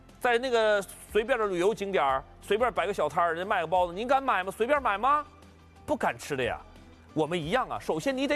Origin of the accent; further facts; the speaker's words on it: China; 人家你要是造假的话，我们中国人也不答应呀，对不对？